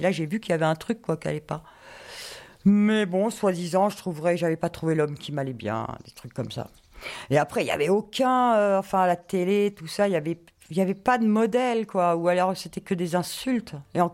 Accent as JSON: {"language": "French", "town": "Paris", "region": "Île-de-France", "country": "France", "tie": "born or raised there", "lives_now": "Tarn, France", "said": "Moi, je suis née à Paris, j'ai grandi à Paris. Et dans les années 85, je suis arrivée dans le Tarn"}